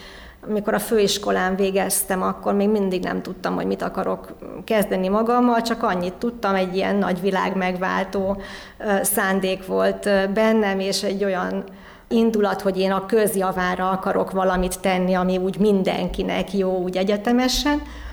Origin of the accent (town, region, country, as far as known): Pécs, Baranya, Hungary; born or raised there; moved away as an adult